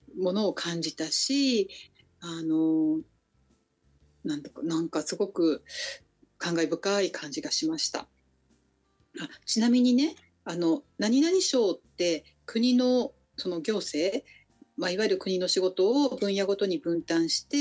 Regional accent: Hokkaido, Japan; moved away as an adult; now in Nagano Prefecture, Japan; 私が日本に生まれてきて、で北海道に生まれ育ち、そして、晩年は、長野県に住んでっていうことを考えるとね、

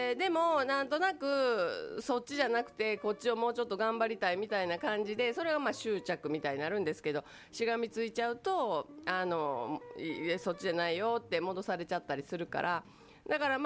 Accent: Takatsuki, Osaka, Japan; 私高槻出身でしてね、

